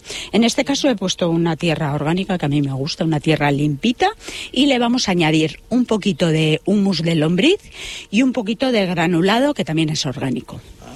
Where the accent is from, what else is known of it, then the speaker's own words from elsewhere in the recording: Navarre, Spain; also born or lived in Gipuzkoa; now in Álava, Spain; yo que soy una navarra convertida en guipuchi y ahora estoy en Álava